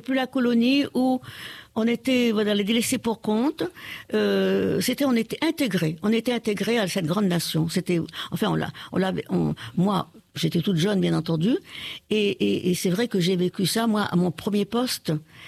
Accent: Réunion, France; Je suis réunionnaise et je le renie pas.

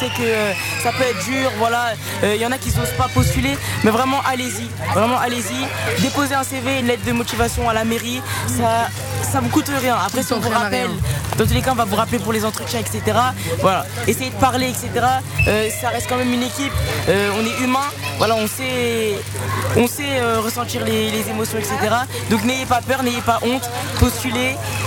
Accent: Vauréal, Île-de-France, France; on a grandi à Vauréal, on vit Vauréal. Et aujourd'hui on représente Vauréal

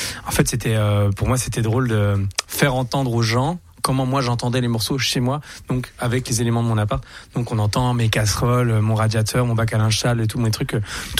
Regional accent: France; born there; also born or lived in Greece / Istanbul, Turkey; Je suis né en France, mais j'ai grandi en Grèce. Mes 5 premières années, j'ai grandi en Grèce. Mes parents avaient un bar en Grèce

